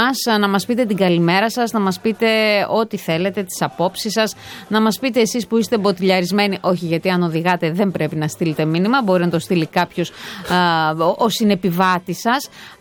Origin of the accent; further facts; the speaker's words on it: Thessaloniki, Central Macedonia, Greece; Καλά, τώρα το λέμε εμείς η πιο όμορφη πόλη γιατί είμαστε από τη Θεσσαλονίκη.